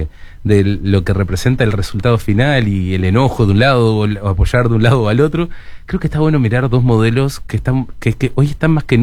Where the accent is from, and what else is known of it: Uruguay